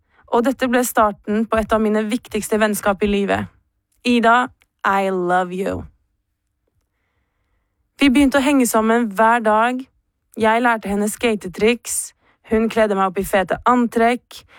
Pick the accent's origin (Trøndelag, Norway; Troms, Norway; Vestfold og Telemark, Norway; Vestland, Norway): Trøndelag, Norway; Trondheim; Men jeg skulle jo aldri flytte tilbake til hjembyen min. I need to get the fuck out of here. Mitt ufrivillige opphold i Trondheim 2020 ble starten på en lang periode av å finne meg selv på nytt.